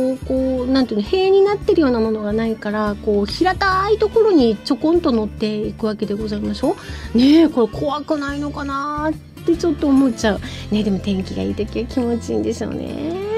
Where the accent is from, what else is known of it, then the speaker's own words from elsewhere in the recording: Furano, Hokkaido, Japan; 私のふるさと の富良野